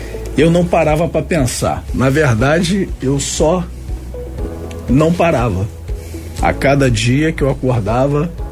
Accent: Niterói, Rio de Janeiro, Brazil; born there; Eu sou nascido em Niterói e vivi a maior parte do tempo do outro lado da poça, né?

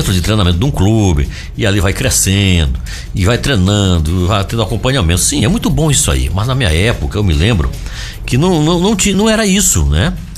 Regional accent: Barreirinhas, Maranhão, Brazil; born there; also born or lived in Icoaraci, Belém, Pará; now in Belém, Brazil; aqui é minha terra, o Maranhão, sou maranhense da gema, barreirinense da gema, graças a Deus.

